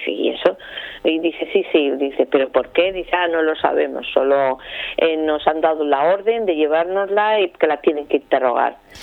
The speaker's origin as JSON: {"language": "Spanish", "country": "Spain", "said": "porque soy española y yo defiendo el dinero que dan de mi país, uh-huh, porque sé que es de mi pueblo."}